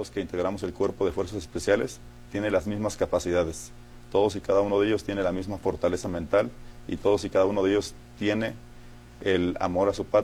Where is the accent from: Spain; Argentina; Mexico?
Mexico; Esto se puede ver reflejado en que nosotros como mexicanos no podemos rendirnos